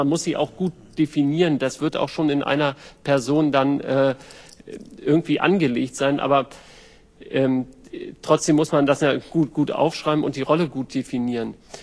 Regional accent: Schleswig-Holstein, Germany; können wir als Schleswig-Holsteiner und Schleswig-Holsteiner

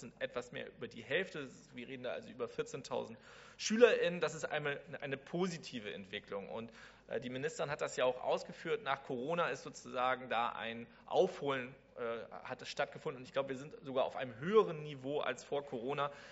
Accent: Wewelsfleet, Schleswig-Holstein, Germany; Ich komme aus Wewelsfleet.

